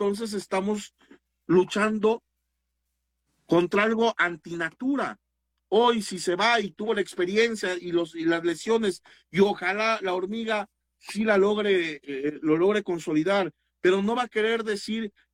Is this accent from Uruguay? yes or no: no; Mexico